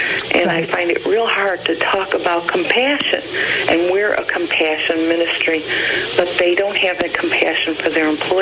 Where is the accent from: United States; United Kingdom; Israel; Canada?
United States; Alsip, Illinois; I'm from Alsip, Illinois.